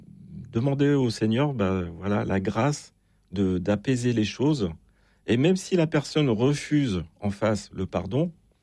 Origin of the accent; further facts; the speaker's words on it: Brittany, France; Je suis breton.